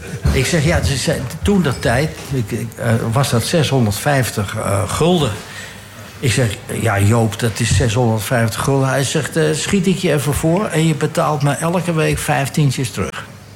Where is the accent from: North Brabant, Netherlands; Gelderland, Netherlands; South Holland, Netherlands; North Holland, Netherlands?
North Holland, Netherlands; Amsterdam; ik kwam uit Amsterdam-Zuid, dus ik sprak nog een beetje netjes.